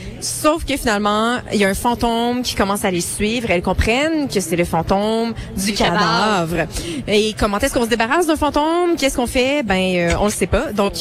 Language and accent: French; Contrecoeur, Quebec, Canada; Elles habitent à Contrecoeur, ma ville natale, qui suit les berges du fleuve.